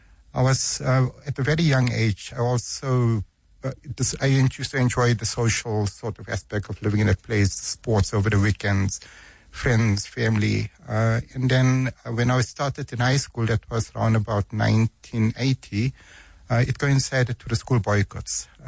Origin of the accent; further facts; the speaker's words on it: Indonesia; But at the same time, it's quite interesting. In fact, Indonesia at that time was probably much m